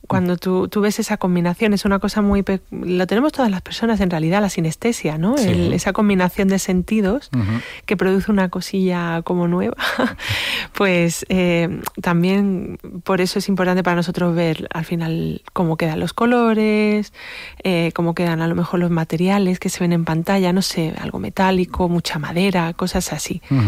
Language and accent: Spanish; Málaga, Andalusia, Spain; Pues soy malagueña uh-huh. Y he veraneado en Málaga